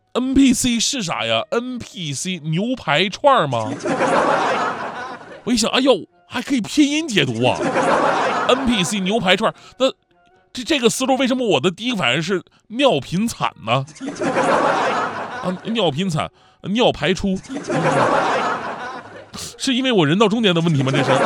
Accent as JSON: {"language": "Chinese", "town": "Changchun", "region": "Jilin", "country": "China", "tie": "born or raised there", "moved": "yes", "said": "我们老家长春"}